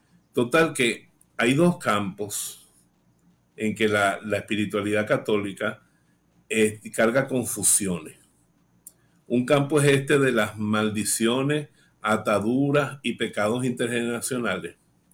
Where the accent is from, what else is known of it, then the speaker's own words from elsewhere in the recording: Venezuela; en Venezuela curucutear es un verbo que inventamos nosotros